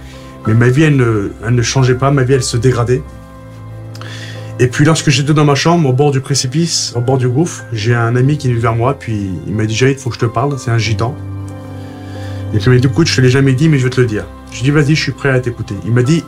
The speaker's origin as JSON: {"language": "French", "country": "Algeria", "said": "parce que je suis algérien, donc j'étais musulman."}